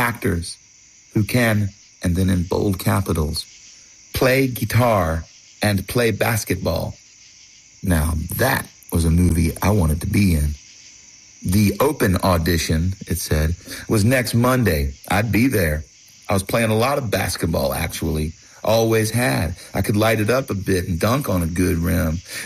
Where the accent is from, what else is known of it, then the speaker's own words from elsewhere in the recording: Charlotte, North Carolina, United States; I played a bit of basketball. I was from Charlotte.